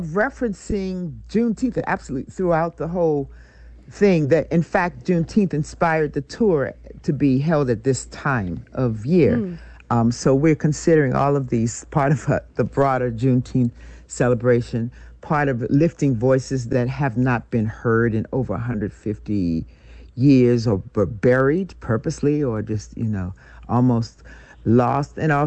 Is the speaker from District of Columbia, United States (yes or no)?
yes; Washington, District of Columbia, United States; Well, I'm African-American, growing up in Washington, D.C., and really just immersed in Black culture there